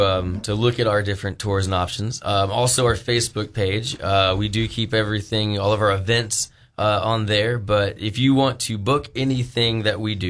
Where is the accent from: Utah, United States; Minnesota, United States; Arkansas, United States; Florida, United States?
Arkansas, United States; moved away as an adult; also born or lived in Colorado; I came back home from Arkansas.